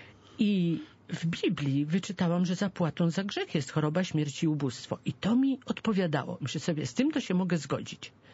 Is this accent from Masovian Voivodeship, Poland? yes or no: yes; Laski, Masovian Voivodeship, Poland; wychowywałam się w Laskach